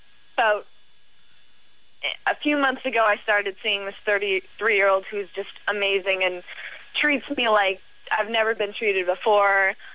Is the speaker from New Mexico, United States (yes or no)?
no; Boston, Massachusetts, United States; I'm from Boston.